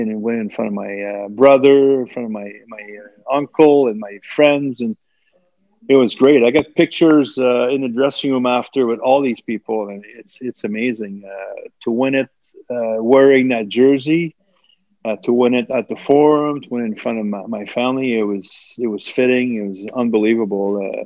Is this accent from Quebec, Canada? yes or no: yes; Montreal, Quebec, Canada; Yeah, well, like I said, I was a kid from Montreal, and when I got there in 93